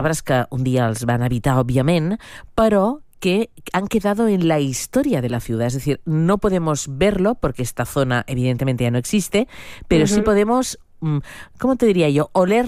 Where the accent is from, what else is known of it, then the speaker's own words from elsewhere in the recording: Barcelona, Catalonia, Spain; Y yo, que soy de Barcelona, estimo Madrid.